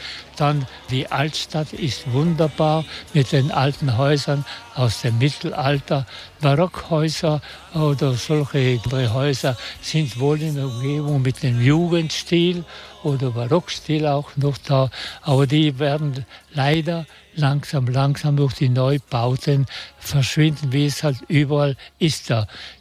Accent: Bruneck, Trentino-Alto Adige, Italy; Ich bin aus Bruneck da.

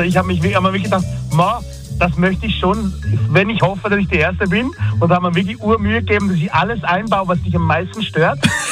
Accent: Switzerland; und als Schweizer feiere ich die natürlich

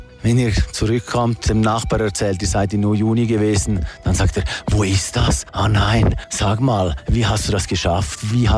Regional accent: Switzerland; moved away as an adult; now in Sucre, Bolivia

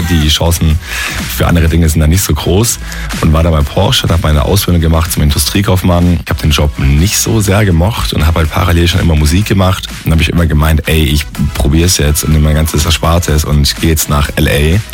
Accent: Stuttgart, Baden-Württemberg, Germany; Ich bin aus dem Schwabenland, aus Stuttgart.

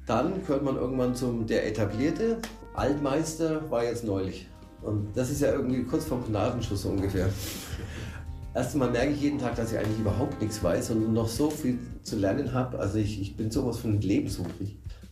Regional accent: Wunsiedel, Bavaria, Germany; born there; Ich bin im Jean-Paul-Geburtshaus auch geboren, also wirklich ein Stock über dem Jean-Paul.

